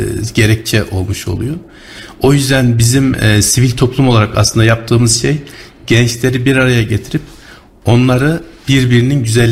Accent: Kayseri, Turkey; moved away as an adult; now in Uganda; aslen Ağrılıyım. Kayseri'de doğdum, büyüdüm. Şu anda Uganda'da bir sivil toplum kuruluşunda yöneticilik yapıyorum.

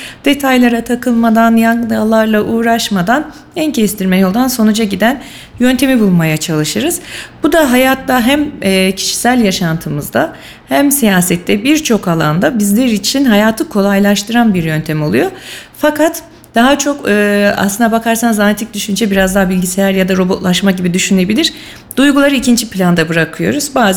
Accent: Kayseri, Turkey; born there; ben 1989 Kayseri doğumluyum.

